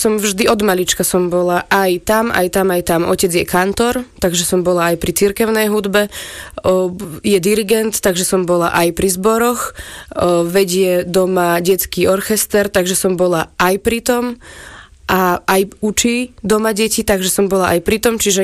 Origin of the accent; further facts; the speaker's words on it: Selenča, Vojvodina, Serbia; now in Slovakia; Doma v Selenči to bol taký dobrý základ.